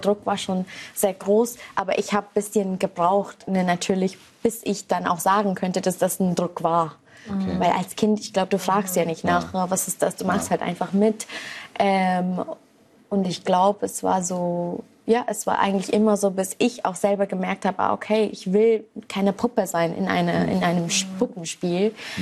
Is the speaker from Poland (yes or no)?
no; Singapore; Und ich bin ja aus Singapur und da haben wir unser eigener Hinduismus, würde ich sagen.